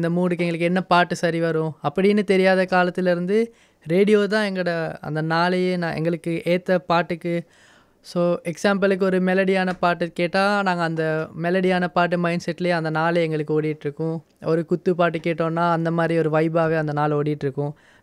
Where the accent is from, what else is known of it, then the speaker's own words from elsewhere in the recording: Sri Lanka; நான் வந்து ஸ்ரீலங்காவில் பிறந்து வளர்ந்தவன்.